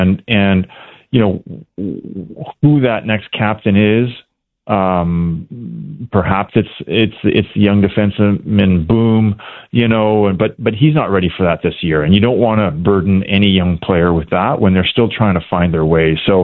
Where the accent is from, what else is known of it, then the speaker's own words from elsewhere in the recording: Alberta, Canada; as a kid growing up in Alberta